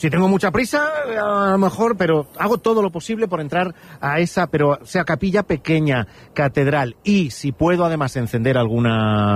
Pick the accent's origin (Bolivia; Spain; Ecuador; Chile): Spain; Catalonia; porque luego hay que equilibrar la comodidad con que yo soy catalán